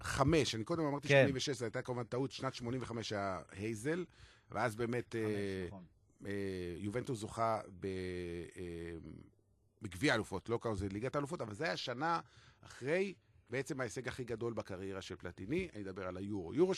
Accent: Beersheba, Southern District, Israel; אני מבאר שבע, מה אני עושה פה בכלל?

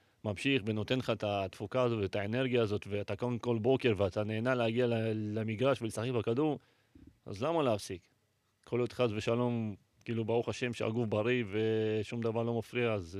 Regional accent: Nof HaGalil, Northern District, Israel; גם גדלתי ברחובות שם בנוף הגליל

